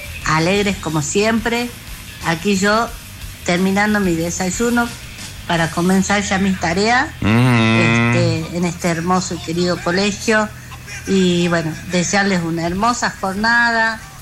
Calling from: Salta, Argentina; no somos santiagueños, somos bien salteños.

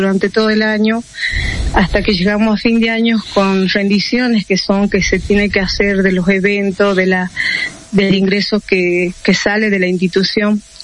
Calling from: San Antonio de los Cobres, Salta, Argentina

